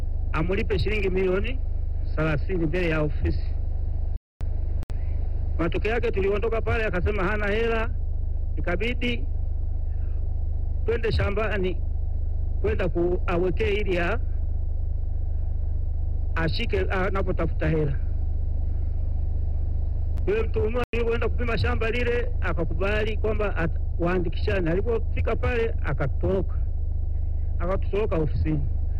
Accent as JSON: {"language": "Swahili", "town": "Changarawe", "country": "Tanzania", "said": "natokea kata ya Changarawe, mtaa wa Igawa."}